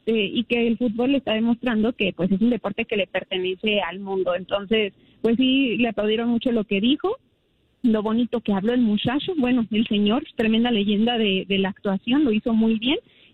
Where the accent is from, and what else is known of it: Mexico